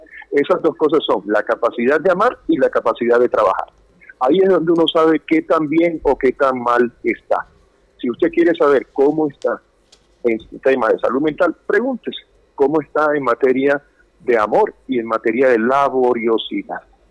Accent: Colombia; te voy a hablar como creyente y como ciudadano colombiano.

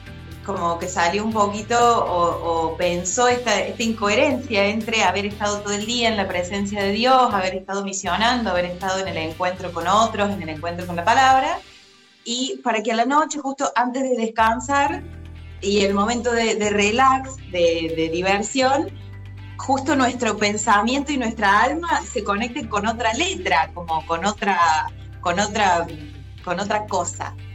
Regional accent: Alejandro Roca, Córdoba, Argentina; Yo soy de Alejandro Roca, un pueblito que está a 80 kilómetros de Río Cuarto. Estoy a una horita de viaje. Y yo crecí acá en mi Alejandro amado, en la parroquia Nuestra Señora de la Asunción.

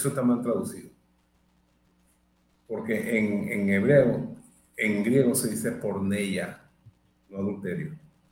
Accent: Venezuela; born there

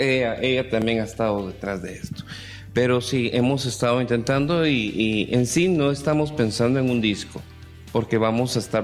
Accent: Guatemala; todos éramos somos guatemaltecos

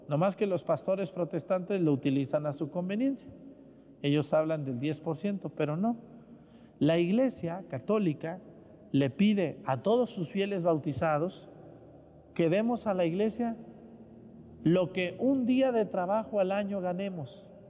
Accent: Mexticacán, Jalisco, Mexico; born there; moved away; allá en mi pueblo, en Mesticacán

